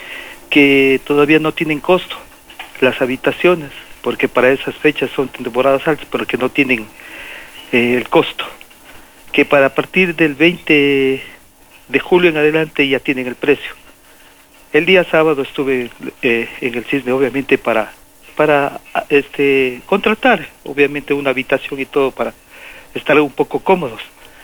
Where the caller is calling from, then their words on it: Loja, Ecuador; Le estoy llamando desde el Cantón Paltas.